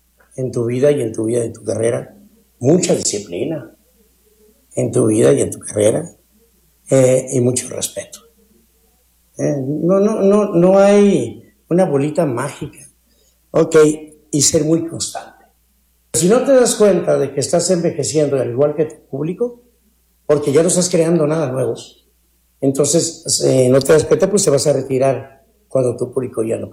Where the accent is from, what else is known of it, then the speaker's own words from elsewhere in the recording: Mazatlán, Sinaloa, Mexico; Somos de Mazatlán, ambos, ¿no?